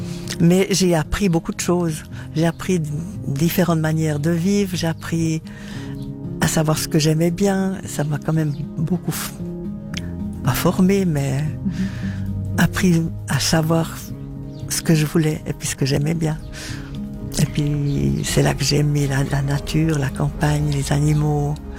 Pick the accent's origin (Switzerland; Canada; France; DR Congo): Switzerland; Basel, Basel-Stadt; J'ai grandi à Bâle, mais j'étais beaucoup, beaucoup placée.